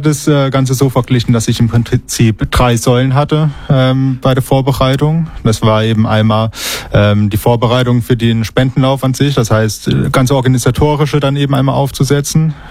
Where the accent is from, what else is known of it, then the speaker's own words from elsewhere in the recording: Hesse, Germany; born there; now in Hamburg, Germany; Gebürtig komme ich aus der Nähe von Kassel.